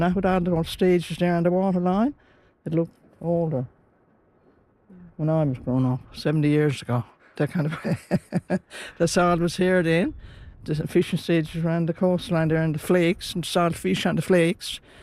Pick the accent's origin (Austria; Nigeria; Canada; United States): Canada; Brigus South, Newfoundland and Labrador; moved away as an adult; now in Cappahayden, Canada; I grew up right here in Brickus, just in the hair behind the center, the fishing stage there.